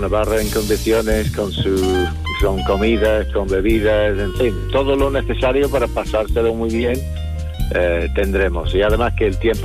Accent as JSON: {"language": "Spanish", "town": "Liverpool", "region": "North West England", "country": "United Kingdom", "second_language": "Spanish", "moved": "as an adult", "lives_now": "Valencina de la Concepción, Spain", "said": "Mi país de origen es el Reino Unido, yo soy de Liverpool."}